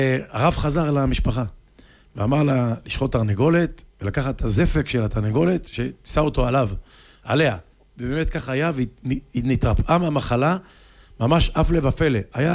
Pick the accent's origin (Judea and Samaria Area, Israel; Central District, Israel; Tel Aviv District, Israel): Central District, Israel; Netanya; אני באתי מנתניה, צ'לניה, וכל החבר'ה